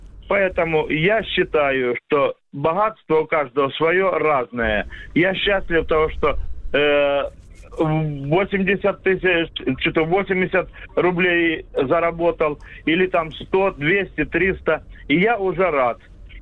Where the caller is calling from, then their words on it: Shebekino, Belgorod Oblast, Russia; Я из Шебекина.